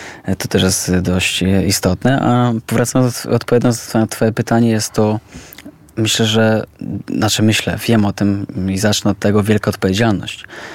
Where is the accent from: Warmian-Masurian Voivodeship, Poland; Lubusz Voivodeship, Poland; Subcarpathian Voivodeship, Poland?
Subcarpathian Voivodeship, Poland; Rzeszów; jest to moje miasto, tak? Urodziłem się w Rzeszowie, jestem rzeszowianinem